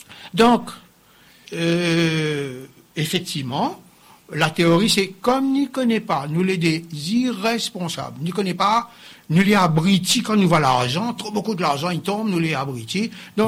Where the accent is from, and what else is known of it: Réunion